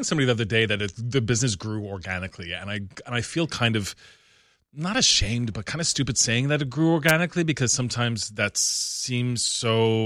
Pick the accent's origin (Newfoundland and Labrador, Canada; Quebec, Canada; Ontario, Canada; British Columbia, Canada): Newfoundland and Labrador, Canada; So with the cookies, I wanted my stores to feel like you're going to Nan's home. Yeah. I'm from Newfoundland.